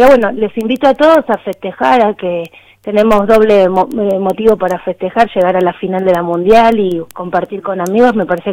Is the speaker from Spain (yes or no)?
no; Argentina